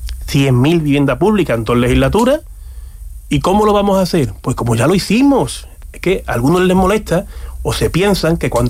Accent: Medina Sidonia, Andalusia, Spain; en mi pueblo, en Medina Sidonia

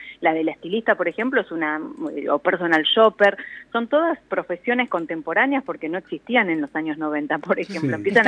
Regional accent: Argentina; Y nosotros creo que como argentinos tenemos que hacer algo con el tema de los calces

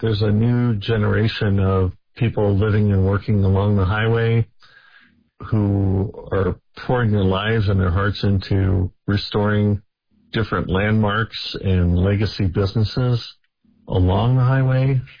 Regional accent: Pacific Northwest, United States; I grew up in the Pacific Northwest

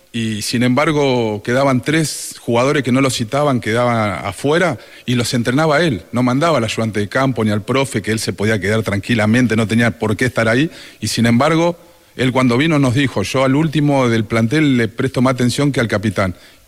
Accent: Argentina; Yo soy muy argentino, soy. Después de argentino soy sudamericano.

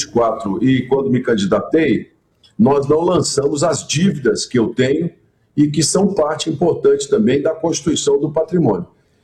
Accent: Brazil; eu carrego como brasileiro

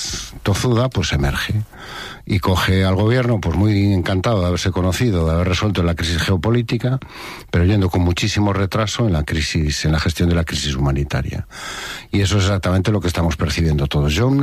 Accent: Spain; O sea, eso es España hoy. Eso somos los españoles.

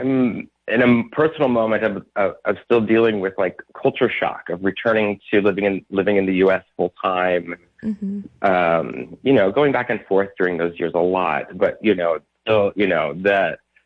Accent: Arkansas, United States; moved away; growing up in Central Arkansas

